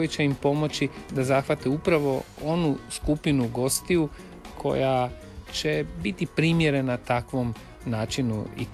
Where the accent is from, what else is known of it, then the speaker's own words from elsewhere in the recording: Karlovac, Karlovac County, Croatia; Ako vi stvorite u Vinkovcima, mi u Karlovcu, ja sam iz Karlovca